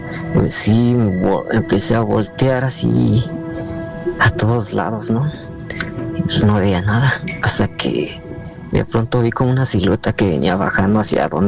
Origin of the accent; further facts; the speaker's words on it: Toluca, State of Mexico, Mexico; Soy de Toluca y mi sobrenombre, pues, lo voy a poner así, ¿no? … Soy de Toluca y no daré muchos detalles donde ocurre esto